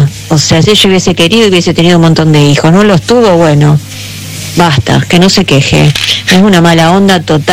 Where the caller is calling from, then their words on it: Rosario, Santa Fe, Argentina; soy de Rosario.